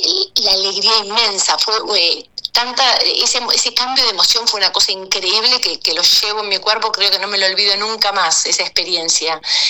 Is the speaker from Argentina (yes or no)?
yes; Argentina; now in United States; yo como argentina y estando afuera es como que te da más orgullo, más nostalgia, más emoción